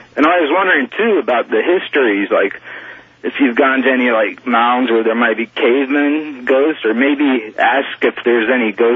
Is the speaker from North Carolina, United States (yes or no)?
no; Ohio, United States; When I was growing up in Northeast Ohio